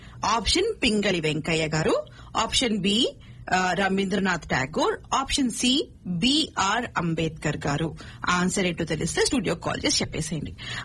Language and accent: Telugu; Ongole, Andhra Pradesh, India; నేను ఒంగోలు నుంచి